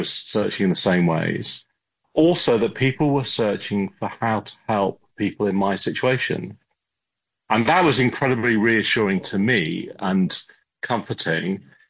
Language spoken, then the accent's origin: English; England, United Kingdom; moved away as an adult; now in San Francisco, United States; I had a very English upbringing, grew up in the middle of the countryside.